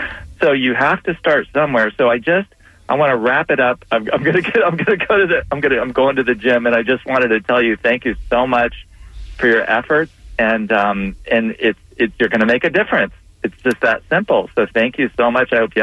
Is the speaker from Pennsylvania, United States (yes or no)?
no; St. Petersburg, Florida, United States; moved away; also born or lived in Hawaii; And I grew up in St. Pete from about fourth grade, went to St. Pete High, and I bicycled a lot.